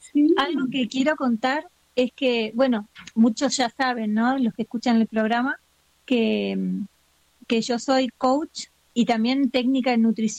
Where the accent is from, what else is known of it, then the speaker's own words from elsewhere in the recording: Argentina; yo soy argentina, pero amo la salsa y el merengue.